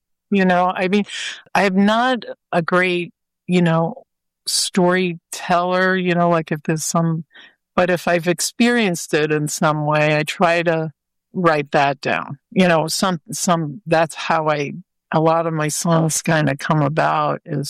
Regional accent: Staten Island, New York, United States; I grew up on Staten Island, so that was a New York station at the time.

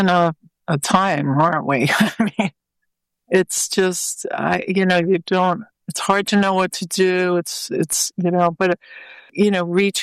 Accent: Staten Island, New York, United States; I grew up on Staten Island, so that was a New York station at the time.

